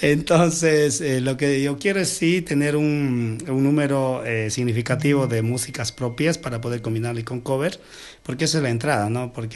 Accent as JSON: {"language": "Spanish", "town": "Sevilla Don Bosco", "region": "Morona Santiago", "country": "Ecuador", "said": "yo soy de Sevilla"}